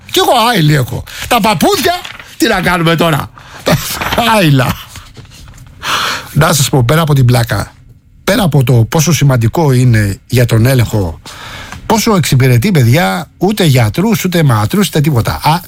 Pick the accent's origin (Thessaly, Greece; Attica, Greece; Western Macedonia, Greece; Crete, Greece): Attica, Greece; Rafina; στη Ραφίνα, στην πατρίδα μου